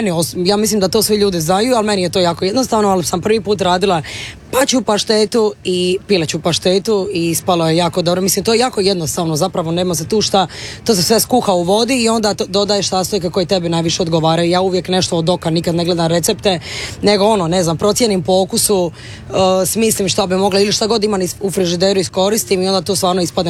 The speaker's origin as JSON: {"language": "Croatian", "town": "Sinj", "region": "Split-Dalmatia County", "country": "Croatia", "said": "ja sam iz Sinja, tako da kod nas je opće poznato da mi volimo dobro jest"}